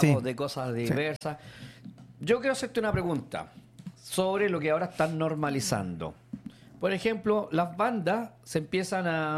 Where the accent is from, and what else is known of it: Chile